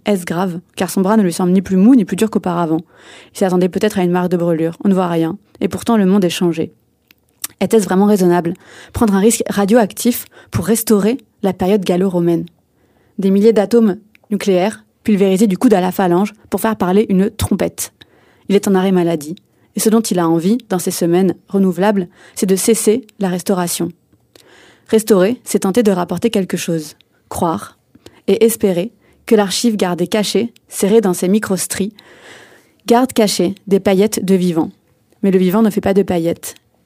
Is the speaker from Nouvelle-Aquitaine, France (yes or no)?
yes; Poitiers, Nouvelle-Aquitaine, France; born or raised there; also born or lived in Djibouti; now in Paris, France